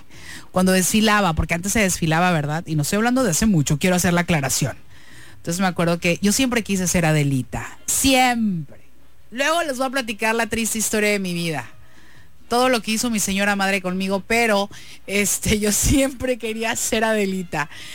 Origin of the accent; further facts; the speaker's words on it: Mexico; yo soy mexicana los 365 días del año y soporten.